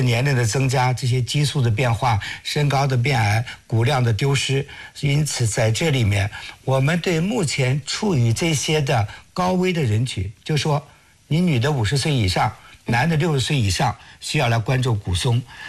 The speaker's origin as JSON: {"language": "Chinese", "country": "China", "said": "因为我们中国人跟西方人不一样啊，包括我是60年代出生，"}